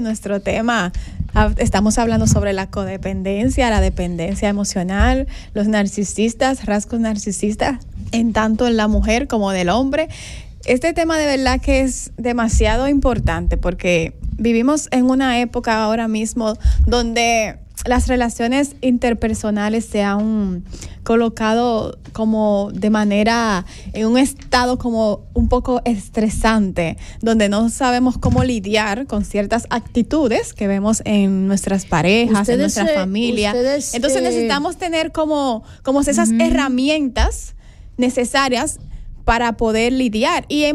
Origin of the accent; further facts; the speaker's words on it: Dominican Republic; nosotros como dominicanos